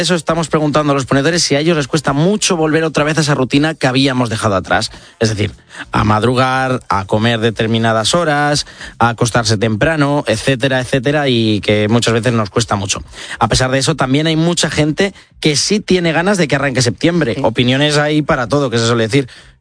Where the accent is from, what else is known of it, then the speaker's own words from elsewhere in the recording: Tarancón, Castilla-La Mancha, Spain; soy de Tarancón, un pueblo, una ciudad de Cuenca.